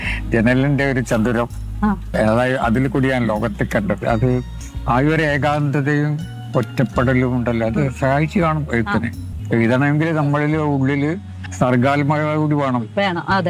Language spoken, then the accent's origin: Malayalam; Mahe, Puducherry, India; മയ്യഴി എൻ്റെ ഉള്ളിലുണ്ട്, ഞാൻ മയ്യഴിക്കാരനാണ്, അത് ഞാൻ ഒരിക്കലും മറക്കില്ല. ഇപ്പൊ എവിടെ പോയാലും തിരിച്ചു വരാൻ ഒരു സ്ഥലം വേണം, അത് മയ്യഴിയാണ്. അവിടെ ഞാൻ തിരിച്ചെത്തും, എത്ര എത്ര ദൂരെ പോയാലും എത്ര വലിയ യാത്രകൾ നടത്തിയാലും ഞാൻ നിലനിൽക്കുന്നത് അവിടെയാണ്, മയ്യഴിയിലാണ്.